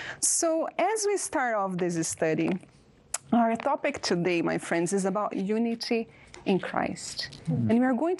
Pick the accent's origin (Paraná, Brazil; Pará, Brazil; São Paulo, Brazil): São Paulo, Brazil; English is a second language; moved away as an adult; also born or lived in Uganda / Italy; I grew up in Brazil, in São Paulo. It's a very big city, very cosmopolitan, people from all over the world.